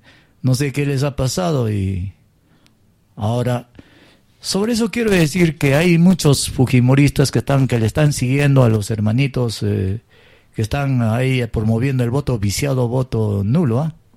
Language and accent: Spanish; Peru; los peruanos somos